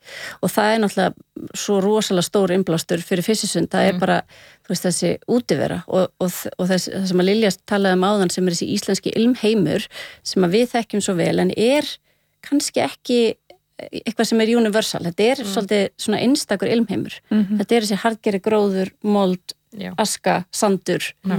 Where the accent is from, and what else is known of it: Mosfellsbær, Capital Region, Iceland; born or raised there